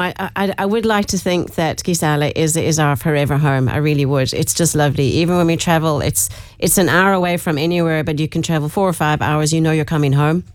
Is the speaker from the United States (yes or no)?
no; Dublin, Leinster, Ireland; also born or lived in South Africa / Botswana; I'm originally from Dublin. Lived in South Africa for a long time, hence the accent.